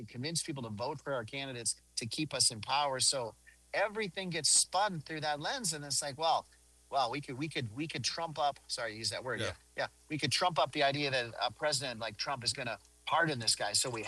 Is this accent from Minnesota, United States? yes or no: yes; Minnesota, United States; I'm very Minnesotan. I'm more Minnesotan than my opponent.